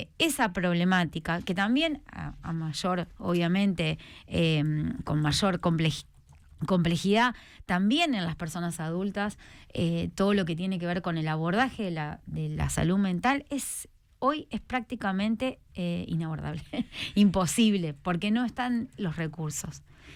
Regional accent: Argentina; Acá como sociedad, como argentinos

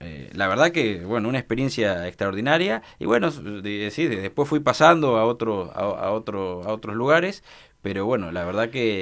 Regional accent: Colonia Barón, La Pampa, Argentina; Yo soy nativo de un pueblo que se llama Colonia Barón

